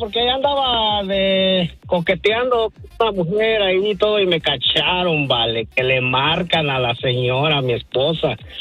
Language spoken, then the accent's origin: Spanish; Michoacán, Mexico; Allá desde mi tierra natal, Michoacán, vale.